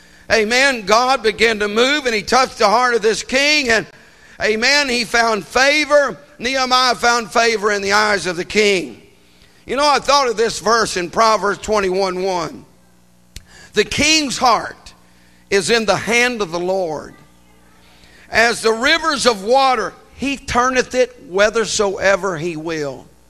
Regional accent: United States; born or raised there

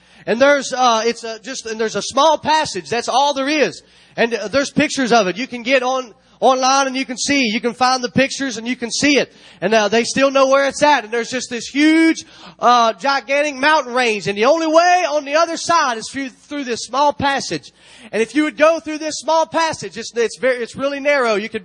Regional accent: United States; I thank God that I'm American.

